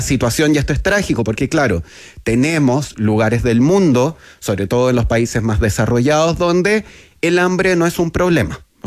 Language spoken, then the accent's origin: Spanish; Chile; Y me dicen, ¿de dónde eres? De Chile.